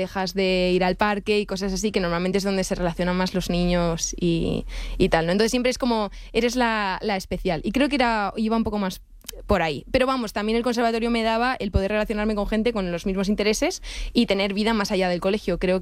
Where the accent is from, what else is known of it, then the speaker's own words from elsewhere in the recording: Madrid, Community of Madrid, Spain; Pero yo sí, soy madrileña.